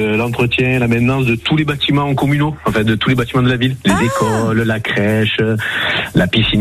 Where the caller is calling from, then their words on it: Saint-Maximin-la-Sainte-Baume, Provence-Alpes-Côte d'Azur, France; Je vous appelle de Saint-Maximin.